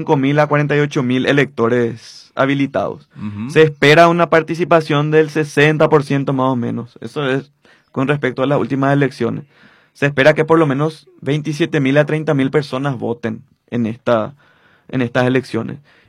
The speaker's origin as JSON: {"language": "Spanish", "town": "Areguá", "region": "Central", "country": "Paraguay", "said": "Pensamos como aregüeños y vivimos como aregüeños."}